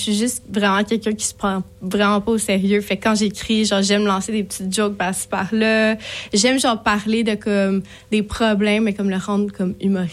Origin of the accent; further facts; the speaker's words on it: Vaudreuil-Dorion, Quebec, Canada; moved away as an adult; also born or lived in Montreal; now in Pointe-Claire, Canada; J'ai grandi à Vaudreuil. Okay. Genre Vaudreuil-Saint-Lazare, wow, Rigaud. Ouais. Je suis née à Montréal.